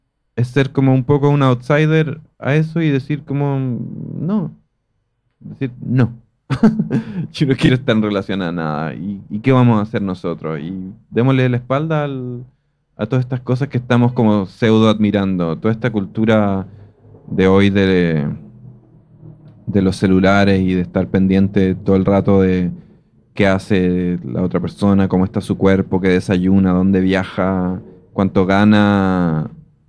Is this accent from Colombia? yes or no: no; Chile; yo vengo de uno de los países más depresivos de Latinoamérica. O sea, Chile es muy como vibrando bajo en general. Por otro lado, mi padre es brasilero, entonces yo crecí con esas dos culturas. Y yo disfruto mucho de estar aquí en Argentina. O sea, es como uno de los lugares donde más paso tiempo